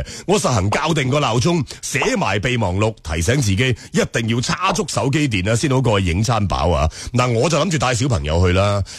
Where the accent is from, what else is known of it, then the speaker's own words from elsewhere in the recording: Guangdong, China; 成日我哋广东人都讲仲有一句话